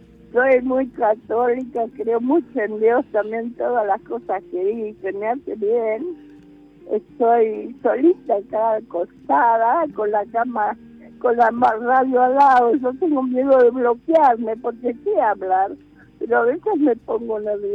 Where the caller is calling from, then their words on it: Carapachay, Buenos Aires Province, Argentina; de Carapachay, de Vicente López.